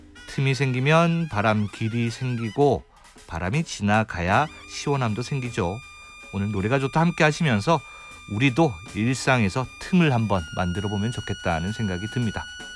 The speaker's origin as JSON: {"language": "Korean", "town": "Tongyeong", "region": "South Gyeongsang", "country": "South Korea", "tie": "born or raised there", "moved": "yes", "said": "얼마 전 통영 고향 집에 갔을 때였습니다."}